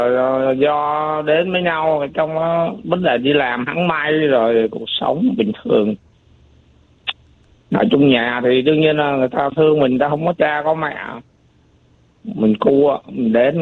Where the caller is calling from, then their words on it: Ho Chi Minh City, Vietnam; mình cũng người Sài Gòn rồi.